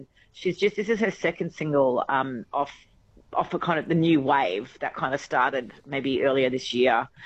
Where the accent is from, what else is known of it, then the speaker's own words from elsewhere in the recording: Cairns, Queensland, Australia; My hometown in Cairns, Far North Queensland.